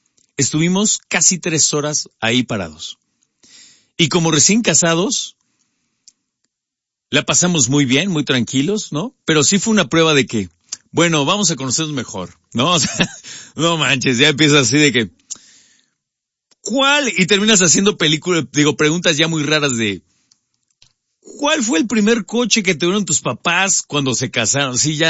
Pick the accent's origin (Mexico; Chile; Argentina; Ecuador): Mexico; Mexico City; Yo creo que los capitalinos somos especiales